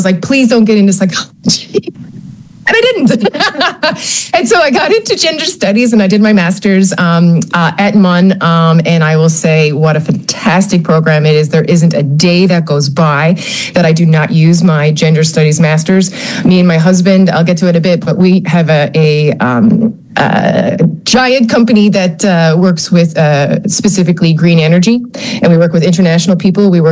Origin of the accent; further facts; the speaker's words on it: Portugal Cove, Newfoundland and Labrador, Canada; also born or lived in St. John's, Newfoundland; So I am from St. John's, Newfoundland, Portugal Cove originally, but grew up, lived once I became an adult in the downtown St. John's life.